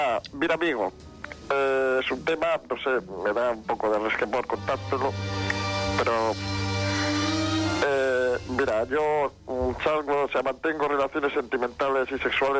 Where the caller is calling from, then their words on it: Peñíscola, Valencian Community, Spain; De Peñíscola, de Castellón.